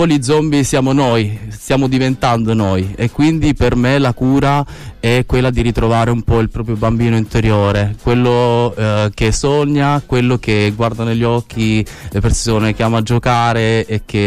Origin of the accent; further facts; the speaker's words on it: Poggiardo, Apulia, Italy; moved away as an adult; also born or lived in Netherlands / Milan; io sono italo-bielorusso, quindi sono nato a Poggiardo, in Salento, però ho anche origini dell'est